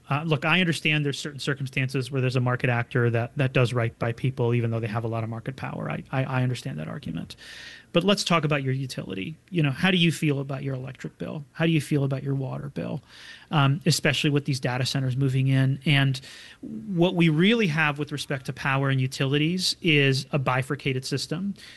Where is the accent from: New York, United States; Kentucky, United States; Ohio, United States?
New York, United States; Binghamton; You know, Josh Riley, up in my hometown of Binghamton, New York